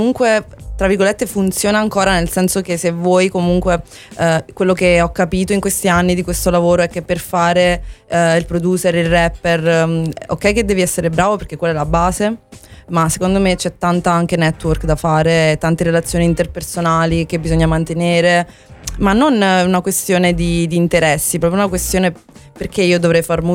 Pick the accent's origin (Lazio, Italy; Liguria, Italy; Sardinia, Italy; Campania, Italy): Campania, Italy; Caivano; sono originaria di Caivano